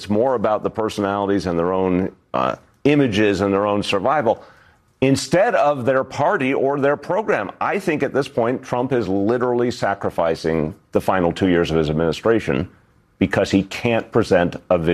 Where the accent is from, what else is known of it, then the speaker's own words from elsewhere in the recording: Massachusetts, United States; I grew up in Massachusetts.